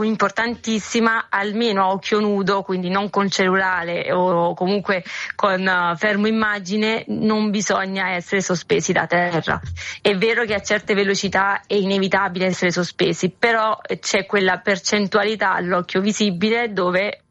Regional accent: Mottola, Apulia, Italy; moved away as an adult; now in Ostia, Italy; le origini e l'essere pugliese

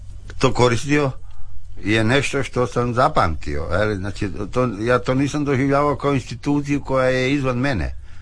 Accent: Zadar, Zadar County, Croatia; also born or lived in Senj; ja sam jedan period života provodio kod babe u Senju, ali zapravo školovanje, živio sam na Relji, išao u školu u Arbanase Krsto Ljubičić, i moje rano djetinjstvo i sjećanja na Zadar su vezana za taj kvart.

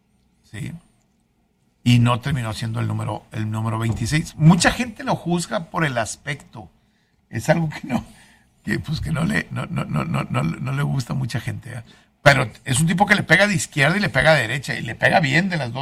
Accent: Reynosa, Tamaulipas, Mexico; now in Monterrey, Mexico; yo soy de Reynosa.

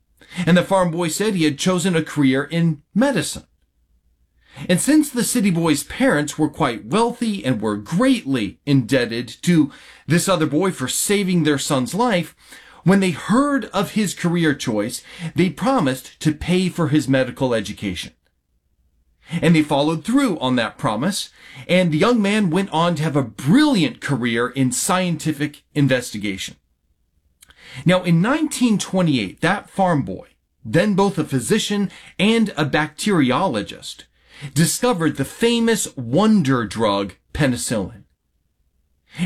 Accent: Kentucky, United States; now in Renton, United States; my family and I have decided, after much prayer, much consideration, to move back to my home state of Kentucky.

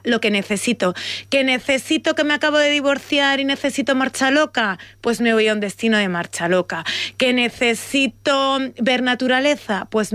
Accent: Castilla-La Mancha, Spain; y es a los que somos así de La Mancha y de zonas cálidas

